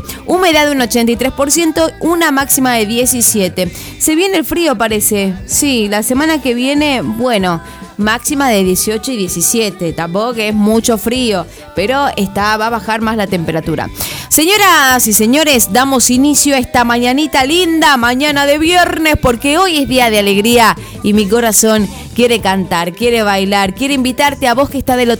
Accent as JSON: {"language": "Spanish", "region": "Tucumán", "country": "Argentina", "said": "a mí me gusta que nosotros como tucumanos, como santiagueños también"}